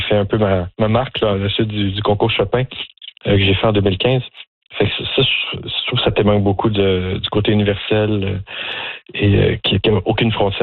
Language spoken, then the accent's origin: French; Joliette, Quebec, Canada; born or raised there